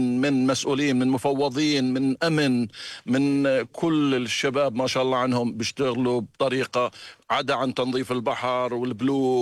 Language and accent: Arabic; Jordan